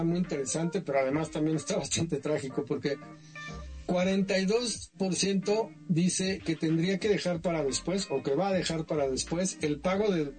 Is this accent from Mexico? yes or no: yes; Mexico; es igual en cuanto al comportamiento de que tenemos como mexicanos hacia el dinero.